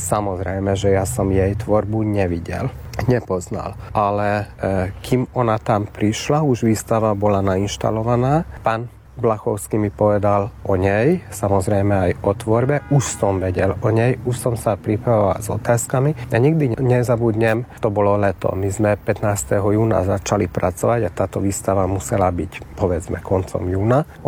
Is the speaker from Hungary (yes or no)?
yes; Hungary; ja som tunajší Slovák